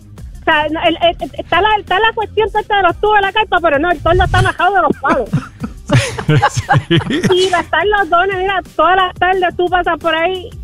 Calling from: Yabucoa, Puerto Rico

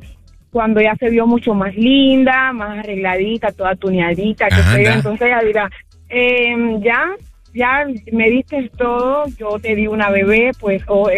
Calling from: Cuba; soy cubana.

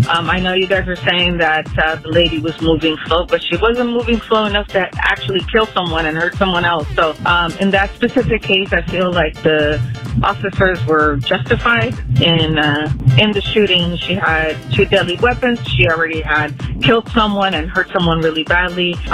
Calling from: Los Angeles, California, United States; I'm calling from Canoga Park.

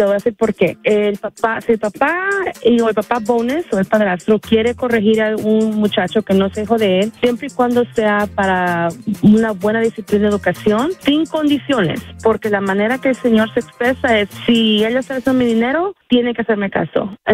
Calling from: Santa Clarita, California, United States; de Santa Clarita.

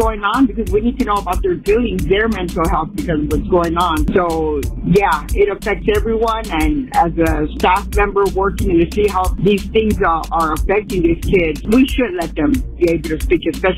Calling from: Downey, California, United States; I'm calling from Downey.

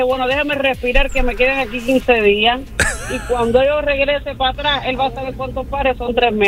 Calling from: Cuba; yo soy cubana.

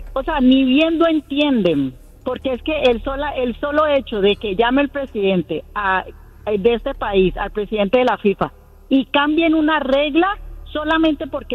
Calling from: Colombia; Yo soy colombiana

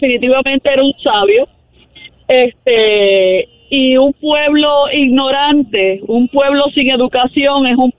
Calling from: Washington, District of Columbia, United States; Soy de Washington, D.C.

